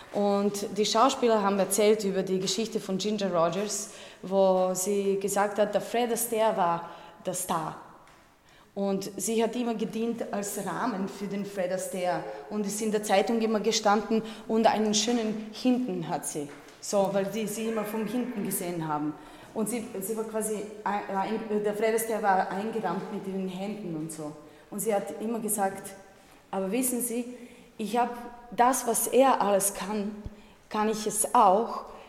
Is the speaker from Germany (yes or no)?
no; Serbia; now in Graz, Austria; als Frau, als Jazzsängerin und aus Serbien